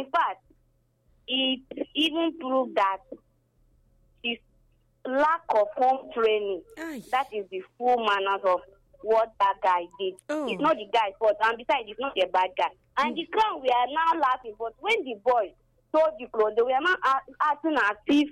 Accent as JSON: {"language": "English", "country": "Benin", "second_language": "English", "said": "I'm from Benin."}